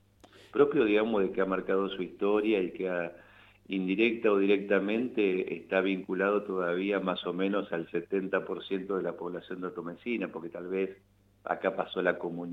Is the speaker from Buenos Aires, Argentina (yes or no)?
no; San Justo, Santa Fe, Argentina; now in Santo Tomé, Argentina; Yo soy de San Justo, pero estuve, digamos, como cura, estuve en la zona de Pilar, estuve en la zona de Gobernador Crespo, en la iglesia catedral